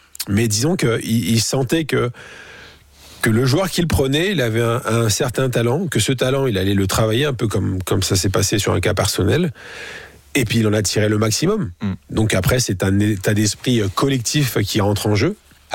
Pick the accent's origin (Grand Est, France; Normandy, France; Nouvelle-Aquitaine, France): Grand Est, France; Reims; born there; Je viens d'une famille qui est catholique, Portugal, France. Vous l'avez dit, je suis né à Reims.